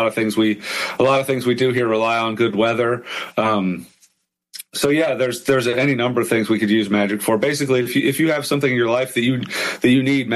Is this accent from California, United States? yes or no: no; Pennsylvania, United States; No, I'm originally from Pennsylvania.